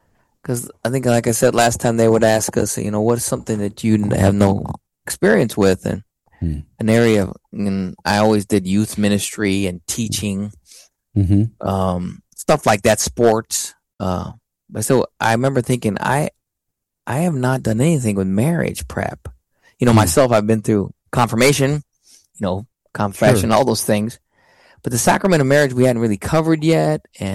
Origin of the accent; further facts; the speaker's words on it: San Marcos, Texas, United States; moved away; So I will be closer to where I grew up in San Marcos. My parents lived down there.